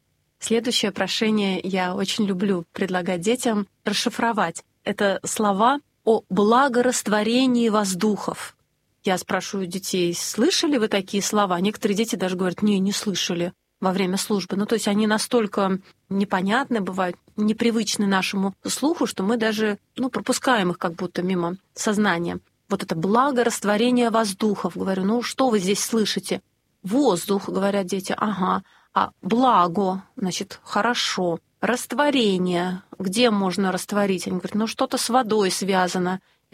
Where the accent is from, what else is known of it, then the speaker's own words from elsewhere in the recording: Saint Petersburg, Russia; То есть мы не говорим, что вот мы, петербуржцы, молимся только за Петербург, а вы, москвичи, там, тулики и так далее.